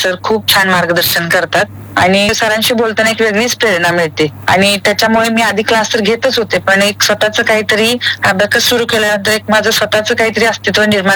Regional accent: Vitthalapur, Maharashtra, India; now in Pune, India; मूळची मी मॅम सांगली जिल्ह्यामध्ये आटपाडी तालुक्यात विठलापूर म्हणून एक छोटस गाव आहे, ते माझं माहेर.

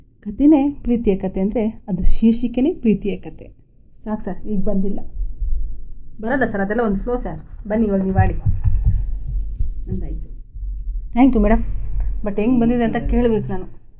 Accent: Kyasamballi, Karnataka, India; ನಮ್ಮ ಊರು ಕ್ಯಾಸಂಬಳ್ಳಿ.

